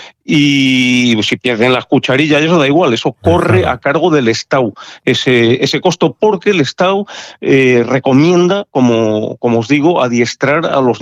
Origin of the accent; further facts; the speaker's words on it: Castile, Spain; Hoy día, tú y yo que somos castellanos